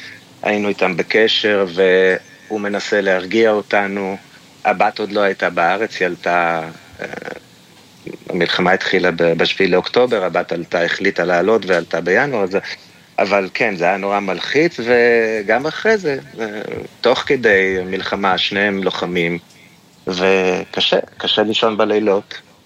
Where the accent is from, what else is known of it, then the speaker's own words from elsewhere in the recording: Switzerland; אני, האמת שאני לא שירתתי … באתי לשוויץ, הגעתי לשוויץ בגיל 7 וגדלתי פה כל חיי.